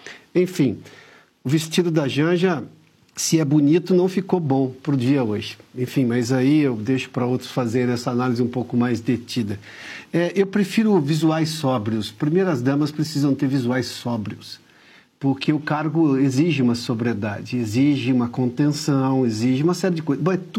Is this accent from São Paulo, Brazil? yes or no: yes; São Paulo, Brazil; Pois lá no interior de São Paulo, de onde eu venho, no meio da década de 80, isso já não era chique, tá?